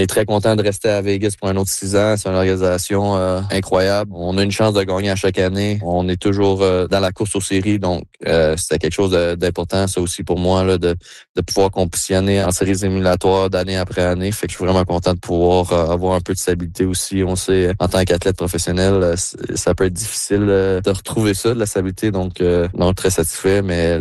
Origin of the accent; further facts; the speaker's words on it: Val-d'Or, Quebec, Canada; moved away; lorsque j'ai grandi là, en Abitibi-Témiscamingue